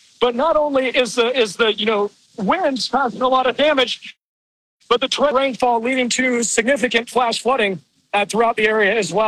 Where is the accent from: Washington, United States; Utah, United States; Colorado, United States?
Colorado, United States; growing up in Colorado, seeing tornadoes go across our fields.